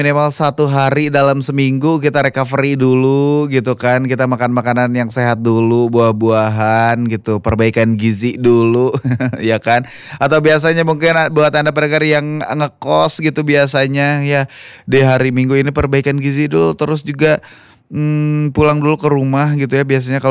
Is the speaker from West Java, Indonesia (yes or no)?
yes; Bandung, West Java, Indonesia; Sebagai orang Bandung sebagai orang Bandung